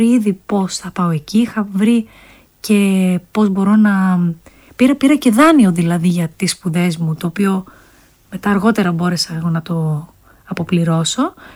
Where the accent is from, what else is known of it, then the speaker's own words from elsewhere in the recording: Heraklion, Crete, Greece; moved away as an adult; also born or lived in England; now in New York, United States; στα 18 μου έφυγα από το Ηράκλειο και πήγα για σπουδές στην Αγγλία.